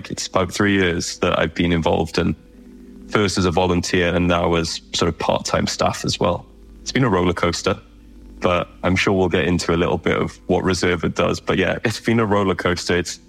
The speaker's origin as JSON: {"language": "English", "town": "Aberystwyth", "region": "Wales", "country": "United Kingdom", "tie": "born or raised there", "said": "My personal background is I grew up here in Aberystwyth, so right on the coast of Cardigan Bay, kind of surrounded by dolphins."}